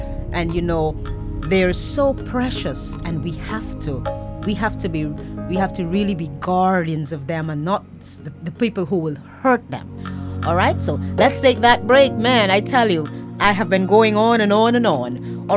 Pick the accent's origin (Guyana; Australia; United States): Guyana; we're from Essequibo, so we go there all the time.